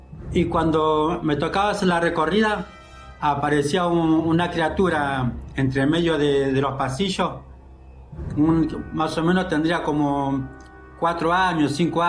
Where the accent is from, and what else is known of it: Lanús, Buenos Aires Province, Argentina